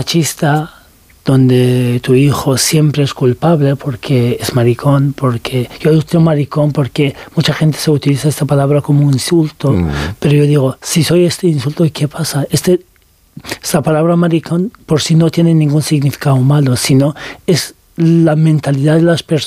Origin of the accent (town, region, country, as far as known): Turkey; Spanish is a second language; now in Spain